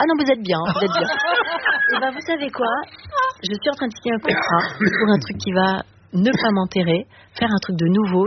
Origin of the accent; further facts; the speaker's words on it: Paris, Île-de-France, France; Je suis parisienne, mais j'ai regardé des tutos et j'ai appris à faire des trucs en lasagne.